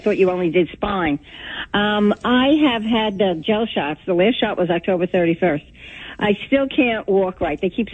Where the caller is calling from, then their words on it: Toms River, New Jersey, United States; I'm calling from Tom's River.